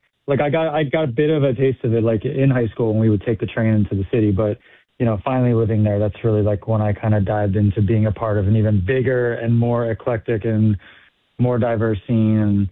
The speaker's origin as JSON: {"language": "English", "region": "New Jersey", "country": "United States", "tie": "born or raised there", "said": "So I grew up right outside of Philly in South Jersey."}